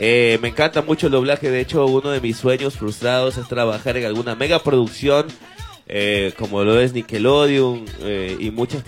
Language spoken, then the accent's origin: Spanish; Quito, Pichincha, Ecuador; moved away